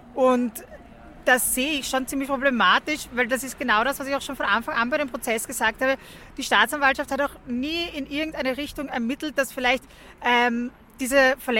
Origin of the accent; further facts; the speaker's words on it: Austria; dass das Delikt des Raubes so hoch mit so einer hohen Strafdrohung bei uns in Österreich vorgesehen ist